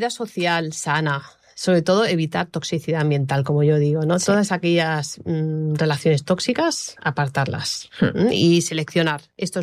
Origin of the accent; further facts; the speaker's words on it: Ripollet, Catalonia, Spain; que soy de Ripollet